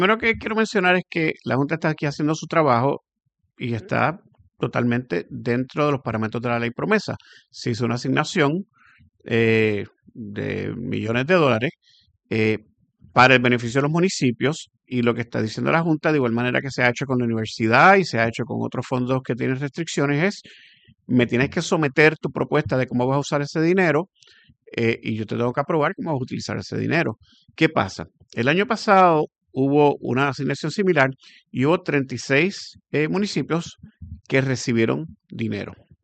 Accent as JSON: {"language": "Spanish", "country": "Puerto Rico", "said": "yo honestamente como puertorriqueño"}